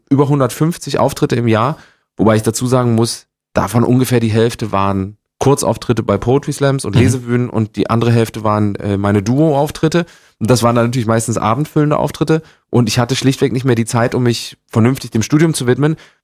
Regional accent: Gera, Thuringia, Germany

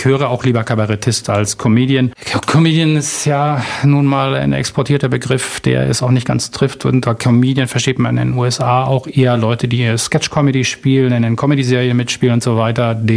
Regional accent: Berlin, Germany; Ich bin im amerikanischen Sektor in West-Berlin groß geworden

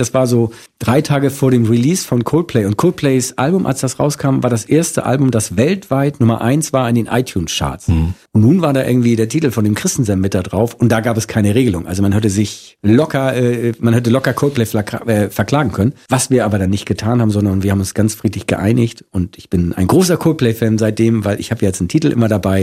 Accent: Hamburg, Germany; Da würde ich jetzt als Hamburger sagen, darauf bin ich natürlich sehr stolz.

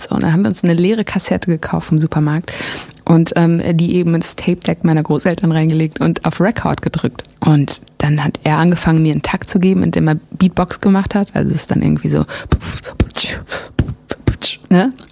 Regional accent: Frankfurt am Main, Hesse, Germany; born there; Ich bin in Frankfurt am Main geboren, richtig.

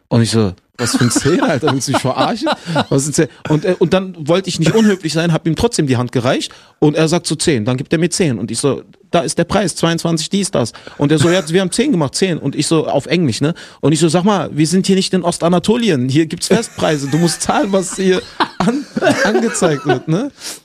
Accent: Germany; Die Türkei sind meine Wurzeln, ja, aber Deutschland ist meine Heimat.

